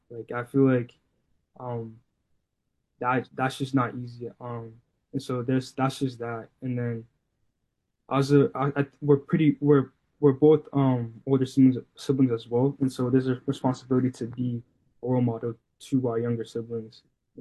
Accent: United States; born there; I'm an American born and they're both born in Haiti.

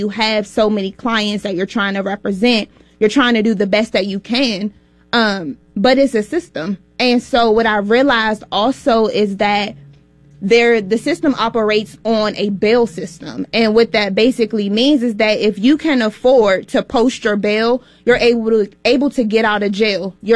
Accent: Washington, District of Columbia, United States; I was born and raised in Washington, D.C., grew up in Northeast D.C., around Minnesota Avenue, and I came to Minnesota first

